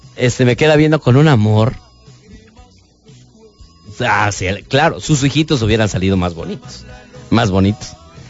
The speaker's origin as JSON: {"language": "Spanish", "area": "Las Margaritas", "region": "Chiapas", "country": "Mexico", "tie": "born or raised there", "also_born_or_lived": "Comitán", "moved": "yes", "said": "yo soy originario de Margarita"}